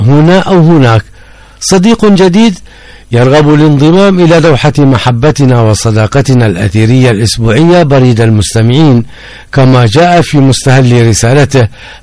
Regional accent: Mukalla, Hadhramaut, Yemen; ولدت بالمكلا عاصمة حضرموت في حي الشهيد أعرق أحيائها الذي كان يسمى حافة البلاد. ولدت ونشأت وترعرعت في أحضان أسرة كريمة طيبة من أسر مكلا حضرموت الكريمة

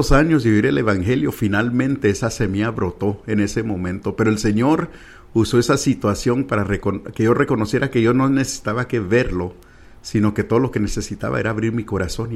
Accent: Midland, Texas, United States; also born or lived in San Antonio, Texas; Pero los demás aquí estamos en Midland. Esta ha sido nuestra cuna desde que llegaron de Guatemala. Y pues yo nací aquí, eso es mi pueblo natal.

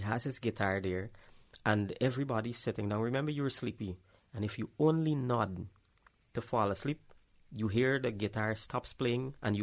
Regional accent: Bartica, Cuyuni-Mazaruni, Guyana; we grew up in Bartica.

